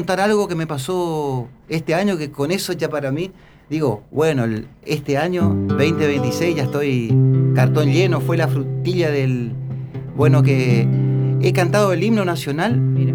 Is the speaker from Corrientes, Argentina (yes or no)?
yes; Corrientes, Argentina; nosotros estamos en Corrientes, tenemos que defender nuestra cultura, tenemos que tener nuestra identidad.